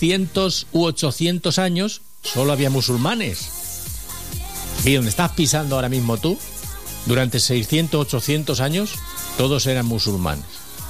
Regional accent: Spain; O sea que aquí en España somos españoles raros.

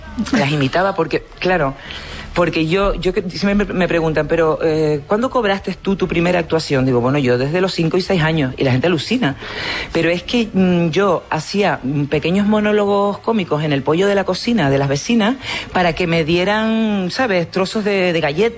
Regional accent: El Paso, Canary Islands, Spain; now in Madrid, Spain; Cuento lo mismo, que soy del municipio del Paso, que me fui de La Palma por salir del Paso, ¿sabes?

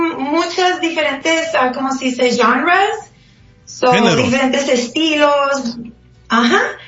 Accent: Nogales, Arizona, United States; now in Phoenix, United States; Yo soy de Nogales, pero vivo en Phoenix.

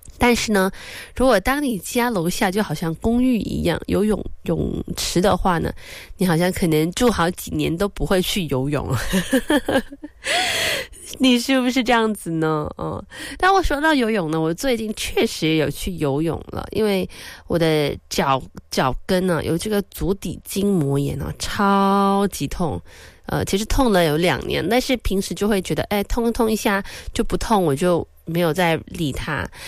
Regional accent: Kuala Lumpur, Malaysia; 作为吉隆坡人，在这边生于斯长于斯啊

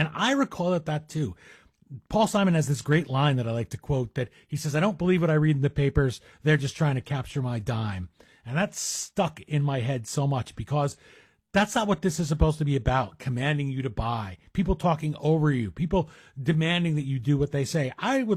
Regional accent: Bergenfield, New Jersey, United States; also born or lived in Crestville; My hometown of Crestville, New Jersey, the second town I lived in. I grew up in Bergenfield first

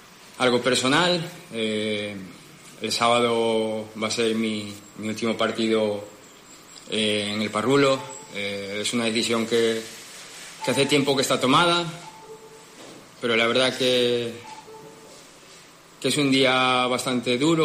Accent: A Coruña, Galicia, Spain; soy de Coruña

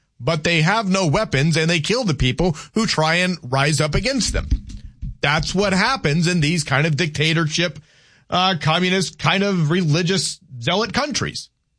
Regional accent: United States; as an American

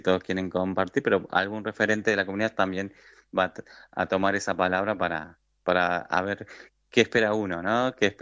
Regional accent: Pedro Luro, Buenos Aires Province, Argentina; now in Tres Arroyos, Argentina; Bueno, como le decía, soy de Pedro Luro. Y bueno, hace 6 años que estoy acá en Tres Arroyos, ¿verdad?

